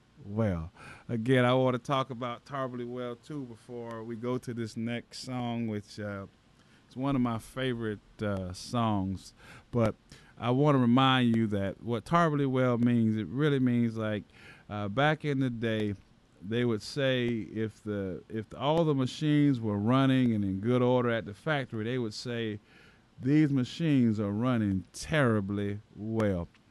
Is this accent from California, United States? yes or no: no; West Palm Beach, Florida, United States; coming up back in Palm Beach County, Florida, downtown, those that know anything about Palm Beach County, I'm from Dunbar Village, the Polk and Bean City.